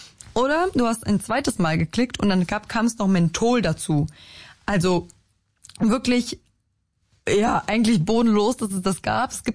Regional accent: Germany; born there; now in Berlin, Germany

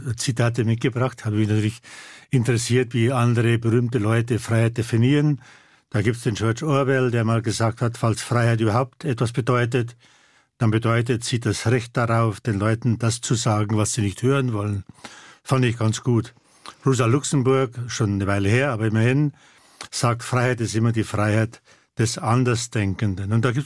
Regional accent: Bavaria, Germany; born there; der bayerische Junge … dann im bayerischen, auch gerade im Nieder

